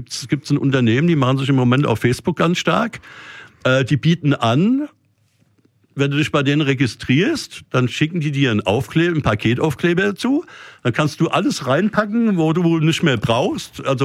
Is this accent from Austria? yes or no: no; Switzerland; ich bin ja Schweizer